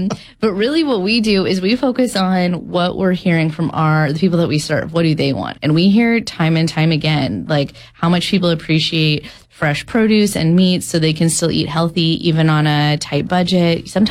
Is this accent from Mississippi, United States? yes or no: no; California, United States; born or raised there